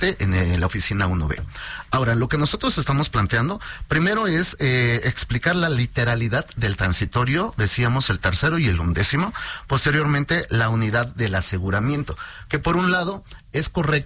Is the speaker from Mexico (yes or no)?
yes; Mexico